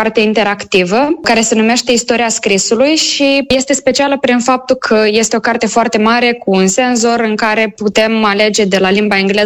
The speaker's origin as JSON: {"language": "Romanian", "country": "Moldova"}